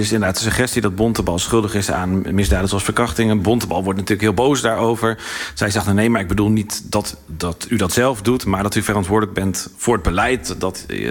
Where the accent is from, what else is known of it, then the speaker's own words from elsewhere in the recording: Netherlands; Ik stel voor dat wij collectief als Nederlanders eerst even naar onszelf terug